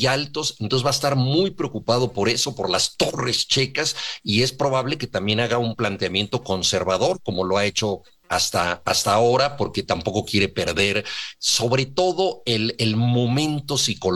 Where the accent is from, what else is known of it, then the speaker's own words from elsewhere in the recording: Mexico; Mira, yo como buen mexicano ya estaba haciendo unos cálculos tremendistas, ¿no?